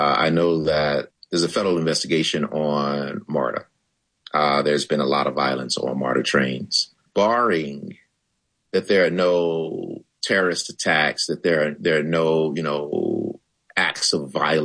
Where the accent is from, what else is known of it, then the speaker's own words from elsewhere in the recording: Alabama, United States; I grew up in Alabama. I grew up 3 hours away, rural Alabama.